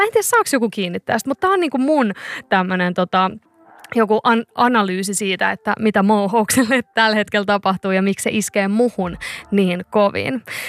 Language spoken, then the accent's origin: Finnish; Turku, Southwest Finland, Finland; ja mä oon Turusta.